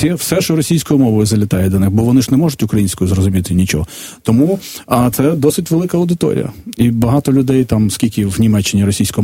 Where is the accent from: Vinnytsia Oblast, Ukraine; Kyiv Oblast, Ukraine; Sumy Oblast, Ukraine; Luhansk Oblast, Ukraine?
Vinnytsia Oblast, Ukraine; Vinnytsia; Я теж виріс у Вінниці, де переважно люди багато вважають, що це Західна Україна. Ні, там я майже не чув української мови.